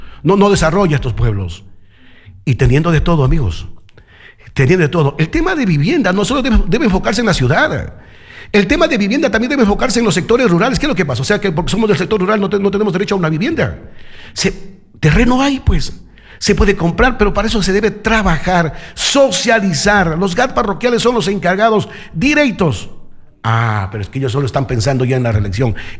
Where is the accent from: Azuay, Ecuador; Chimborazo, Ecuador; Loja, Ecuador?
Loja, Ecuador; Chuquiribamba; yo soy de Chuquiribamba, pues soy gente del agro